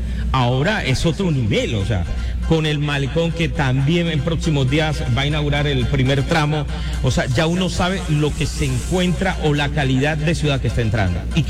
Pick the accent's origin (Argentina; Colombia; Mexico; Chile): Colombia; Barranquilla, Atlántico; now in Cartagena, Colombia; Yo hace 14 años llegué a Cartagena y al principio, quiero decirlo, yo vengo de Barranquilla